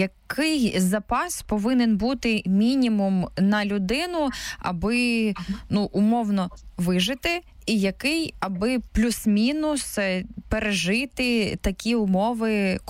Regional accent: Western Ukraine, Ukraine; Я родом з Заходу України

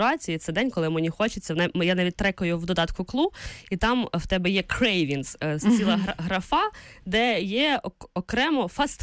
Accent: Vinnytsia Oblast, Ukraine; Це у нас на Вінниччині так кажуть.

